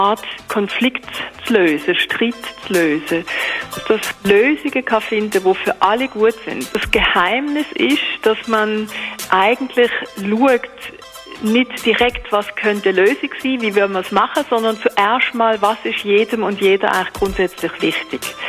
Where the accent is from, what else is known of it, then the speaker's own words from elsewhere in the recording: Leipzig, Saxony, Germany; born there; ich bin geboren in Leipzig.